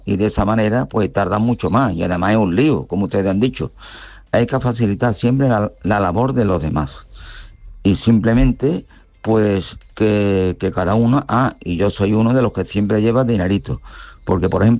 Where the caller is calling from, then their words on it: Mairena, Andalusia, Spain; Buenos días … de Mairena.